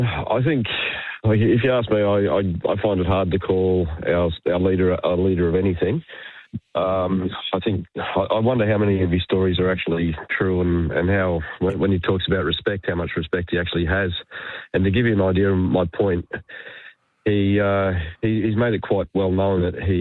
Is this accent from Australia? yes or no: yes; Australia; the way I was brought up in Australia